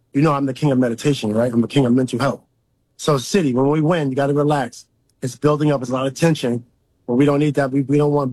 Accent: New York, United States; Look at these New Yorkers. I'm from New York. What do you expect? I'm the most New York.

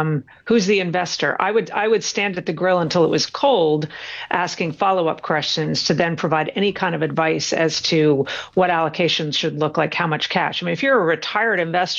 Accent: Norway; moved away; I went to my home country, Tom. I went to Norway.

